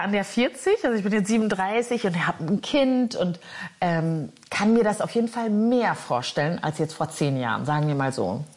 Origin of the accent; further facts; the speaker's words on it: Neukirchen-Vluyn, North Rhine-Westphalia, Germany; Ich bin am Niederrhein aufgewachsen, aber ich finde Dortmund, also ja gut.